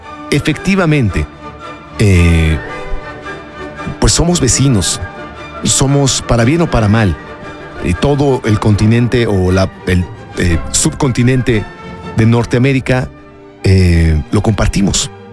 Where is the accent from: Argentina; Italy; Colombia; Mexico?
Mexico; No somos estadounidenses, pero por supuesto que lo que pase en la economía y en la política de Estados Unidos le afecta a México.